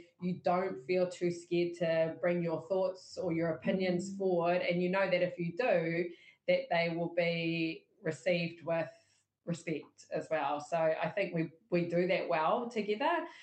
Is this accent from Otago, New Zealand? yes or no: no; Northland, New Zealand; now in Whangarei, New Zealand; noho ana au ki Whangarei. … I am a proud Northland bred wahine Māori, born and bred in Taitokerau, Northland girl through and through.